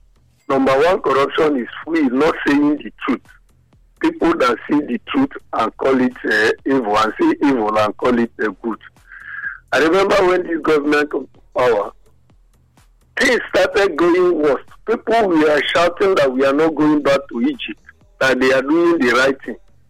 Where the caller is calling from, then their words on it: Nigeria; I'm calling from Adoa.